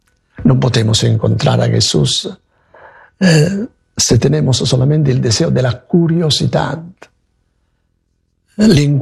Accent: Italy; Spanish is a second language; moved away; Yo soy italiano, no soy mexicano

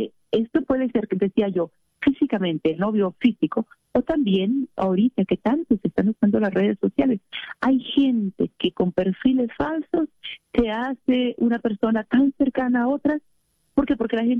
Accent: Chihuahua, Mexico; moved away; Yo, por ejemplo, soy del norte, ahorita vivo aquí, pero soy del norte, soy de Chihuahua.

